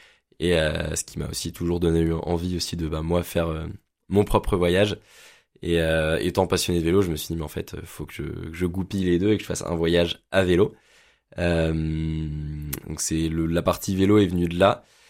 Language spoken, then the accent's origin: French; Marcq-en-Barœul, Hauts-de-France, France; also born or lived in Lille; je suis originaire de Marc-en-Barœul. J'ai grandi à Marc. J'ai fait mes études sur l'île. Donc, j'ai jamais énormément bougé, on va dire, dans ma vie au départ.